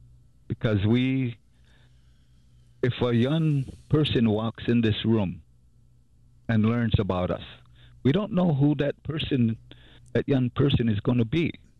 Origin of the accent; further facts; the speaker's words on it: United States; this is the only place you will learn about the Meskwaki tribe. Those other museums don't really tell about us.